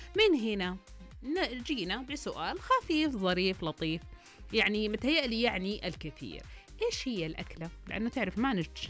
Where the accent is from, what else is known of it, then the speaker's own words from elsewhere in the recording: Riyadh, Riyadh Province, Saudi Arabia; also born or lived in Eastern Province; انا يعني من الشرقيه ولكن انا اسوي الابيض لاني يعني يمكن لانه نشات في الرياض.